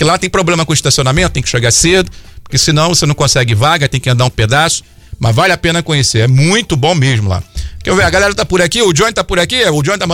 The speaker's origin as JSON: {"language": "Portuguese", "region": "Goiás", "country": "Brazil", "said": "Nem eu, que sou goiano, gosto de piqui. E olha que na minha fazenda no Goiás tem uns 1000 pés de piqui."}